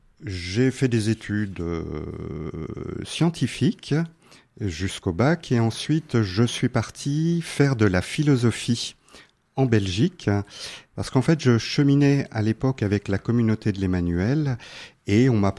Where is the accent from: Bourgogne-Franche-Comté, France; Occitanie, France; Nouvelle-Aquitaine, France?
Bourgogne-Franche-Comté, France; Dijon; born there; Alors, je suis né à Dijon, dans une famille où j'ai donc un frère, une sœur, et une famille chrétienne